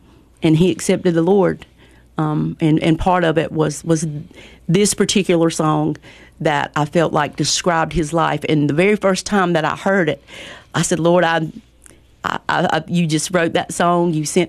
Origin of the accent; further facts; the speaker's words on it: St. James, North Carolina, United States; moved away as an adult; now in Buckhead, United States; Yeah, so I'm from a little community right outside of Lake Waccamaw called St. James. Grew up there, got married and moved to Buckhead, so I've been there about 32 years or so. And I am from the Waccamaw Suwan tribe